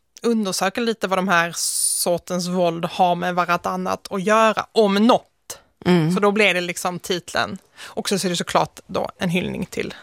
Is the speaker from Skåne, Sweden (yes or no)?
yes; Malmö, Skåne, Sweden; also born or lived in Nötesjö; Jag växte upp i en miljö som, alltså, till naturen liknar Solgårda. Utanför Svedala, som heter Nötesjö, en liten by. Och sen så flyttade jag in till Malmö när jag var 5 år gammal ungefär.